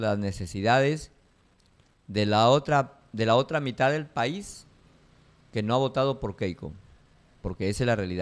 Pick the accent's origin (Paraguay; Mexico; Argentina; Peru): Peru; todos somos peruanos, estemos donde estemos.